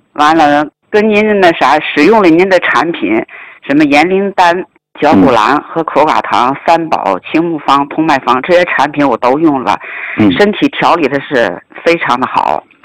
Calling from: Tianjin, China; 我来自天津市津南区，津南区的一位学员， … 我出生在59年，农历是9月18

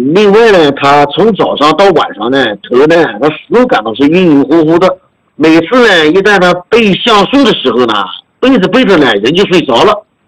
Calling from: Ma'anshan, Anhui, China; 我呢是来自安徽省马鞍山市的一名学员。

